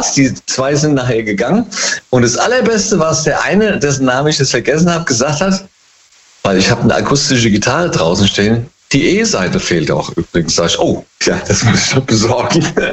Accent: Hesse, Germany; Hey, aus dem Rheingau immer noch.

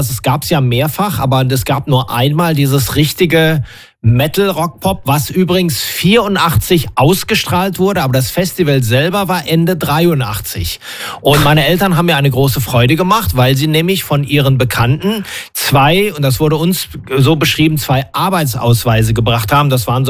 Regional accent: Dortmund, North Rhine-Westphalia, Germany; wir sind beide ja in Dortmund groß geworden.

